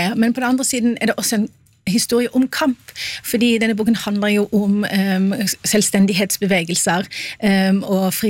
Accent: Oslo, Norway; Jeg kan også si at jeg er en Oslo-jente på tross av dialekten min.

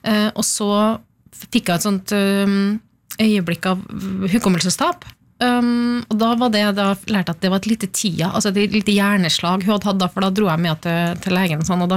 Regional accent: Trondheim, Trøndelag, Norway; also born or lived in Oslo; vi flyttet jo hjem fra Oslo til Trondheim for å være nær min mor, ja. Altså jeg jobbet i Oslo og bodde i Oslo mange år.

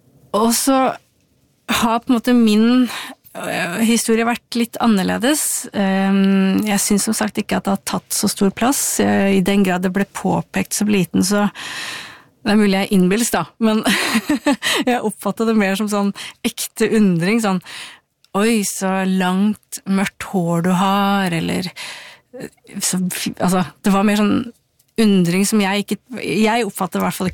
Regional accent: Ilseng, Innlandet, Norway; jeg kanskje la identiteten min mest I at jeg kom fra Ilseng, som var på en måte bondelandet.

